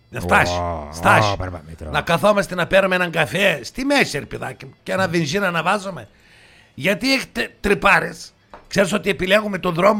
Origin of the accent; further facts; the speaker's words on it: Greece; Καταλάβαινε που είμαι Έλληνας μου και με προστάτευε.